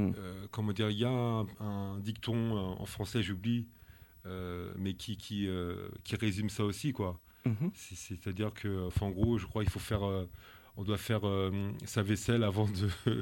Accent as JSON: {"language": "French", "town": "Paris", "region": "Île-de-France", "country": "France", "tie": "born or raised there", "moved": "as an adult", "lives_now": "Guadeloupe", "said": "moi, je suis expert comptable en Guadeloupe. Je suis ce qu'on appelle un négropolitain. Je suis né à Paris, j'ai grandi à Paris. Et moi, je suis retourné en Guadeloupe pour être expert comptable."}